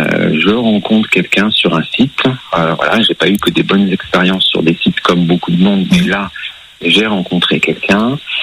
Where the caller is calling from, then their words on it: Grand Est, France; j'habite en Alsace, dans la superbe région d'Alsace.